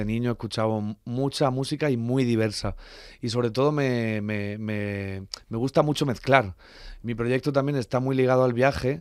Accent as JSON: {"language": "Spanish", "region": "southern Spain", "country": "Spain", "said": "los que somos del sur de España"}